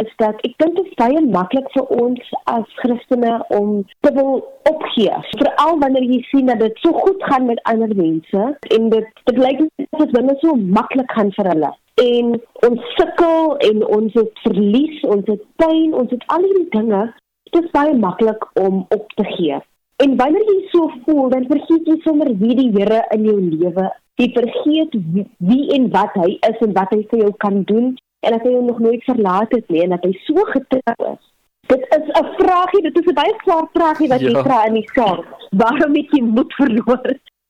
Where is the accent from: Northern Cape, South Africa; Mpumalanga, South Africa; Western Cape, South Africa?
Northern Cape, South Africa; Upington; born there; So ek is oorspronkelijk van Appington in die Noordkaap.